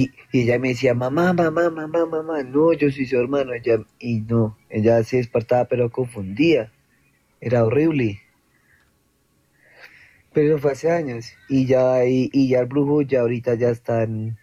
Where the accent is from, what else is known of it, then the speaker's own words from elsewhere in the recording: Soacha, Cundinamarca, Colombia; yo soy de Soacha, Bogotá. Y nos fuimos a vivir en el Rincón del Lago, por la ciudad de La Sucre, igual en Soacha.